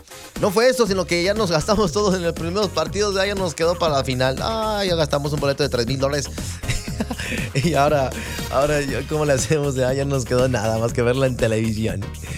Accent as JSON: {"language": "Spanish", "country": "Mexico", "said": "Así somos los mexicanos"}